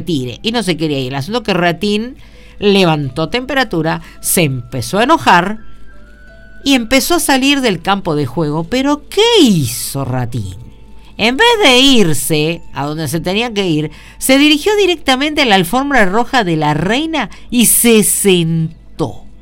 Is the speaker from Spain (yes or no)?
no; Argentina